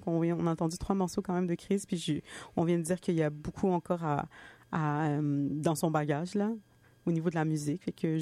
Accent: Montreal, Quebec, Canada; born there; Puis moi, je suis née à Montréal.

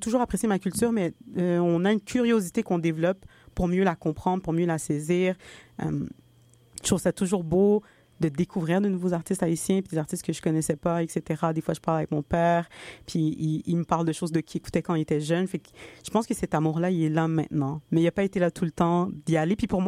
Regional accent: Montreal, Quebec, Canada; born there; Puis moi, je suis née à Montréal.

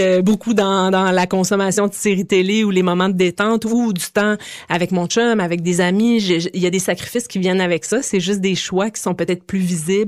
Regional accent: Montreal, Quebec, Canada

